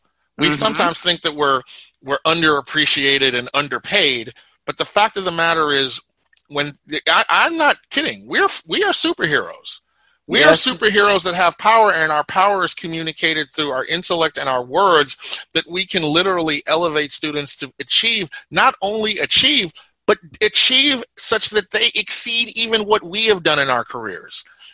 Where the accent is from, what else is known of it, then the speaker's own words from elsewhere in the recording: Chicago, Illinois, United States; I'm sitting here as a Chicagoan from the south side of Chicago